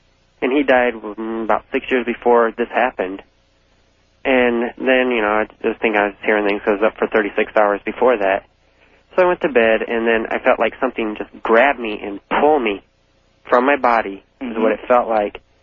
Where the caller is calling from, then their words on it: Omaha, Nebraska, United States; I'm calling from Omaha, Nebraska.